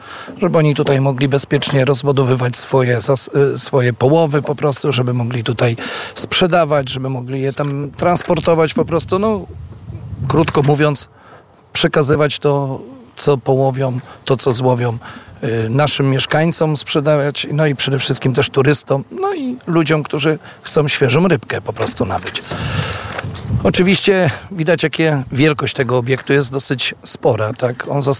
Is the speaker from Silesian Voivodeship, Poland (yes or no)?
no; Pomeranian Voivodeship, Poland; czuję się po prostu przede wszystkim Polakiem, ale też Kaszubem.